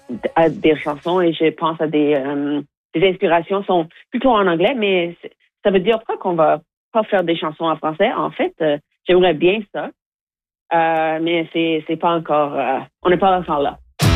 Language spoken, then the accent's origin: French; Saskatchewan, Canada; first language English; French is a second language; now in Quebec, Canada; moi, j'ai grandi en Saskatchewan, puis j'habite ici depuis presque 20 ans maintenant. J'adore le Québec.